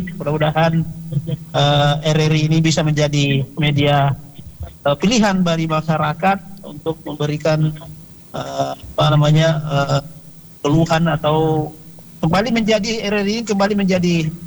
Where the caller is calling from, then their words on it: Polewali Mandar, West Sulawesi, Indonesia; di Polewali Mandar.